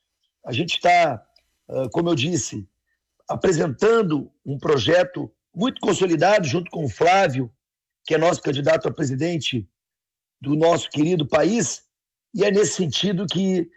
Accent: Caxias do Sul, Rio Grande do Sul, Brazil; also born or lived in Alegrete; Nasci no Alegrete, mas a minha família toda da Serra Gaúcha, minha mãe de Bento Gonçalves, meu saudoso pai de Caxias, Farroupilha. Então, a minha infância toda foi aí junto com a minha querida Caxias do Sul também.

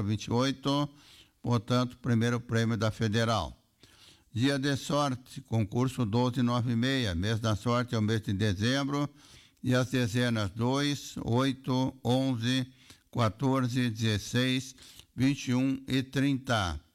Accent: Rio Grande do Sul, Brazil; É, eu sou gaúcho e desse jeito eu sou feliz.

